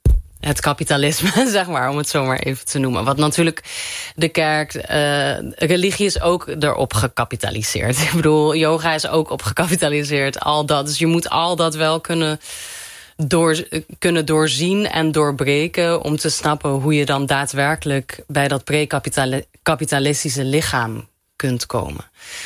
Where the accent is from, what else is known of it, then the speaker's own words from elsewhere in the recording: Morocco; ik heb een hele Marokkaanse opvoeding gehad. Ik ben voor een groot deel ook door mijn grootmoeder opgevoed. En ik kom uit Marokko en het is een islamitisch land